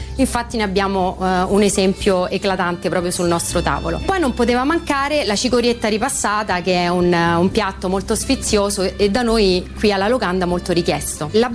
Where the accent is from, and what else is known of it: Formello, Lazio, Italy